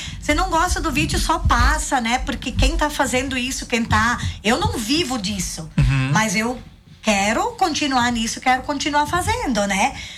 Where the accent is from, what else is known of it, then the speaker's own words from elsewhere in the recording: Ipumirim, Santa Catarina, Brazil; a gente não esconde que a gente é de Ipumirim. A gente tem orgulho da nossa cidade.